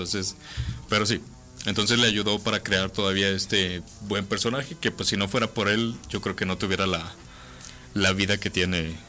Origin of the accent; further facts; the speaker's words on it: Mexico; Entonces somos los mexicanos, ¿no? Nos aventamos el tiro